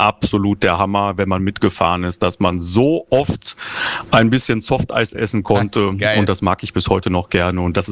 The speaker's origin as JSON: {"language": "German", "region": "East Germany", "country": "Germany", "tie": "born there", "said": "Ich habe einen Teil meiner Kindheit noch in der DDR verbracht."}